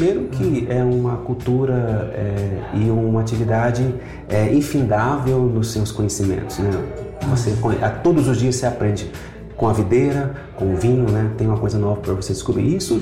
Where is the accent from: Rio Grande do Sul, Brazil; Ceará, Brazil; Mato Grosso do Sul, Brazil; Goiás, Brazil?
Goiás, Brazil; Catalão; born there; moved away as an adult; now in Brasília, Brazil; Eu nasci em Catalão, Goiás.